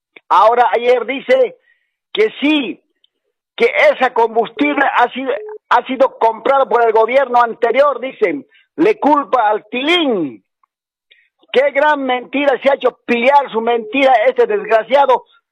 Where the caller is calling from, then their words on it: Warnes Province, Santa Cruz, Bolivia; desde la provincia de Guarnes, Comunidad Buena Fe.